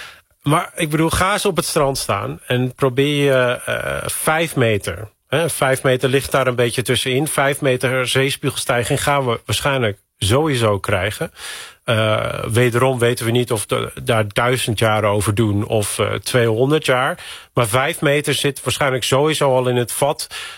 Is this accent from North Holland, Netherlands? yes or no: yes; Texel, North Holland, Netherlands; waar ik vandaan kom, op Texel